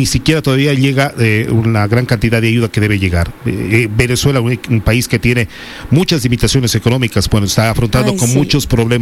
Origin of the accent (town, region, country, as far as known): Ecuador